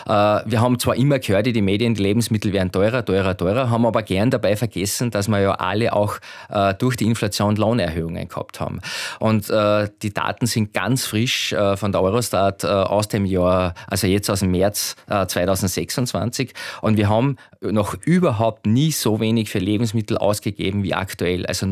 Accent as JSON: {"language": "German", "town": "Schladming", "region": "Styria", "country": "Austria", "said": "Da gehören 15 große Marken dazu, wie Gösser oder wo ich herkomme, Schlappminger Bier und viele bekannte Marken."}